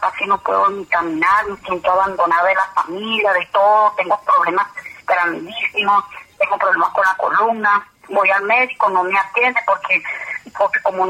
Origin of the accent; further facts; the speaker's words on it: Venezuela; now in Colombia; Lo llamo de acá, de Guardia, Antioquia. Maestro Eduardo, yo vivo acá. Mi esposo es conductor, soy venezolana.